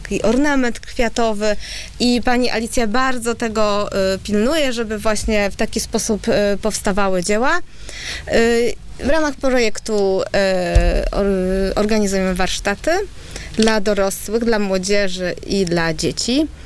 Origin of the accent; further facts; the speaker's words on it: Pomeranian Voivodeship, Poland; niewielu mamy takich artystów u nas na Kaszubach.